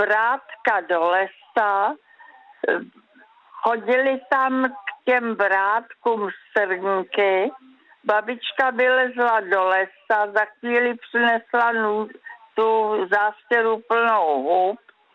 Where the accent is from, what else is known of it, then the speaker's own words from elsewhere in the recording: Prague, Czechia; born there; Já jsem se narodila v Radotíně, na idylickém místě. Tenkrát to byl městys a byla to slepá ulice, vrátka do lesa.